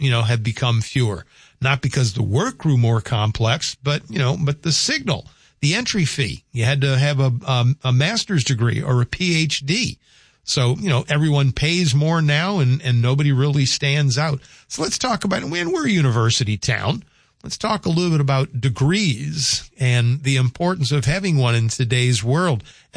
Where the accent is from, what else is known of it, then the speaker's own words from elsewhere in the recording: New Orleans, Louisiana, United States; I'm from New Orleans, even though rock and roll was certainly, my forte from, you know, just because of the era that I was raised in.